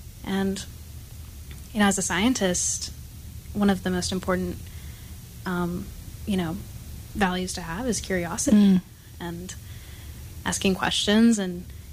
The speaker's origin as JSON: {"language": "English", "town": "Kansas City", "country": "United States", "said": "Yeah, well, I'm from Kansas City"}